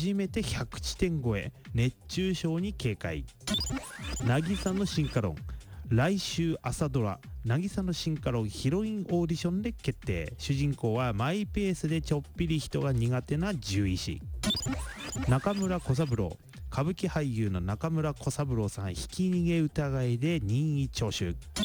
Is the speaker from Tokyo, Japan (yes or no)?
no; Hokota, Ibaraki, Japan; 茨城のね、私はあの稲川鉾田というところで生まれ育ち、仕事をしております。